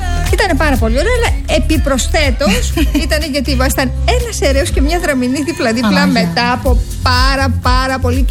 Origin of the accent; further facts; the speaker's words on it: Drama, Eastern Macedonia and Thrace, Greece; now in Athens, Greece; Είμαι εγώ από τη Δράμα